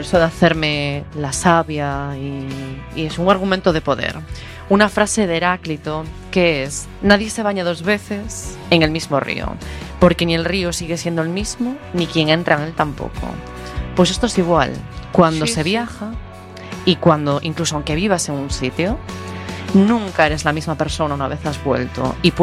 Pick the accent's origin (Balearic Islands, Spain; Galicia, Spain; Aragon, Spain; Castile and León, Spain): Galicia, Spain; now in Brussels, Belgium; como español y como gallego también.